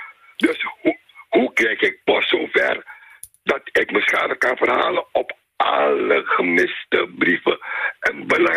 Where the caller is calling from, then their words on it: The Hague, South Holland, Netherlands; Ik woon, ja mevrouw, in een mooie stad, Den Haag.